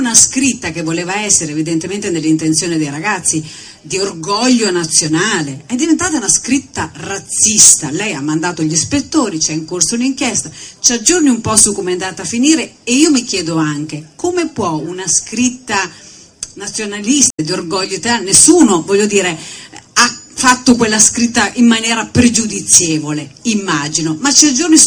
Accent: Forlì, Emilia-Romagna, Italy; also born or lived in Bologna; io e Jacopo siamo romagnoli, io ho fatto le scuole qui, ho fatto le scuole pubbliche a Forlì, poi ho studiato a Bologna.

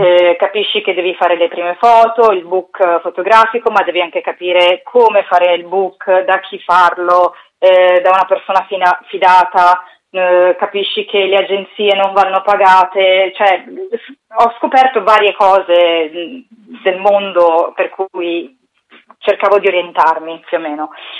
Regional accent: Milan, Lombardy, Italy; Io sono cresciuta a Milano. Sì, sono una milanese, non imbruttita

